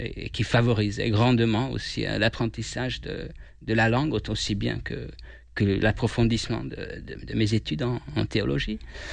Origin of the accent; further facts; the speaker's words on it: Hungary; French is a second language; moved away as an adult; now in France; Moi je suis d'origine hongroise et ça fait bientôt 4 ans que je suis en France. Je suis arrivé dans le cadre d'un échange étudiant Erasmus en août 2022, puisque avant j'étais étudiant à la faculté luthérienne de théologie de Budapest